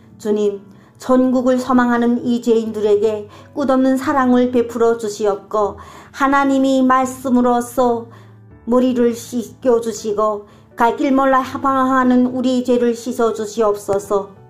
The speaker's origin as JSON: {"language": "Korean", "region": "Ryanggang", "country": "North Korea", "moved": "yes", "lives_now": "China", "said": "중국에서 살고 있는 양강도에서 온"}